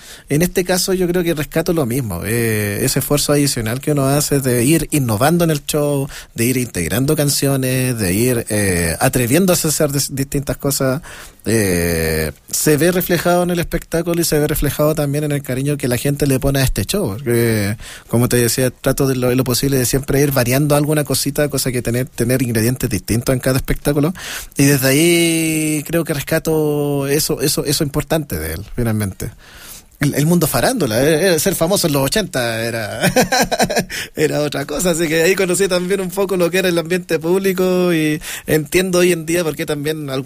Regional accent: La Serena, Coquimbo, Chile; born there; Yo nací cuando mi papá entró a La Serena. Y yo nací, crecí en La Serena

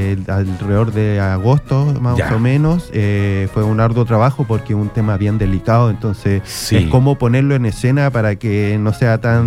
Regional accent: Iquique, Tarapacá, Chile; Gisela y yo, somos iquiqueños de acá de la ciudad

